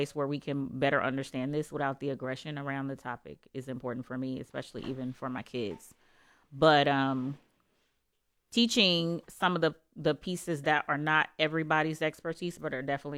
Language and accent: English; Dallas, Texas, United States; I grew up in the Dallas area.